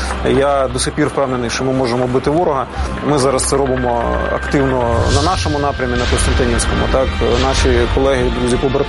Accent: Kyiv Oblast, Ukraine; наше рідне місто бомблять. Жили ми на той момент в Ужгороді, Київської області.

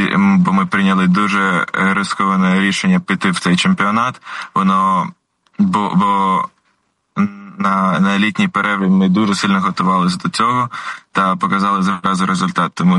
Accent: Kyiv, Ukraine; born there; Я народився в Києві

